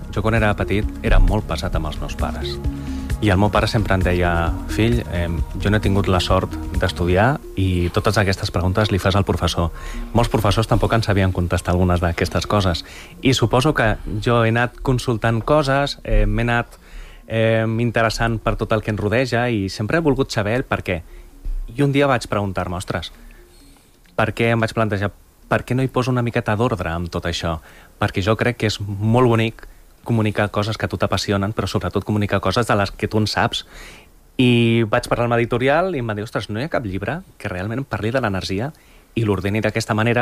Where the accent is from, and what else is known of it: Lleida, Catalonia, Spain